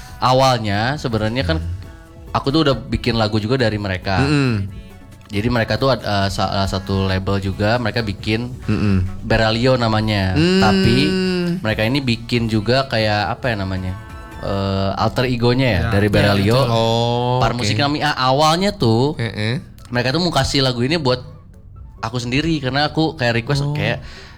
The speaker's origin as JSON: {"language": "Indonesian", "town": "Bandung", "region": "West Java", "country": "Indonesia", "tie": "born there", "said": "Sebenarnya kalau kita bertiga mah di Bandung ya lahir mah, cuma karena kita ada marga berarti ya kita Batak lah."}